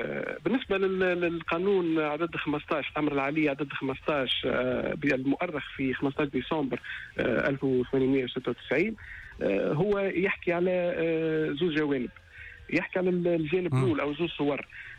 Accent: Tunisia

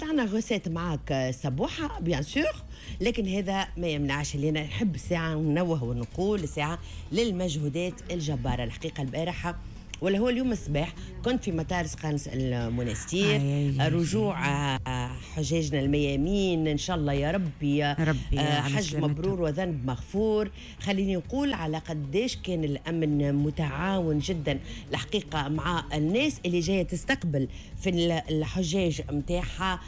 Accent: Tunisia; فرحني ياسر كتونسيه

